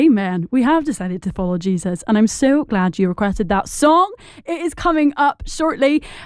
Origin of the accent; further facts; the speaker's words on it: Scotland, United Kingdom; your regular 32-year-old ginger South London man … Instead, I'm actually Scottish. Yeah, Scottish and part Irish as well on my mother's side.